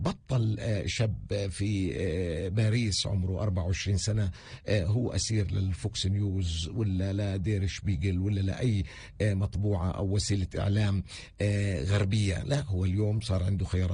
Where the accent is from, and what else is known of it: Palestine